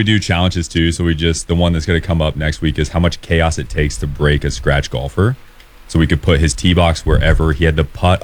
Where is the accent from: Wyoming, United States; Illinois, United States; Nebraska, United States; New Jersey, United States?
Nebraska, United States; McCook; So I'm from McCook.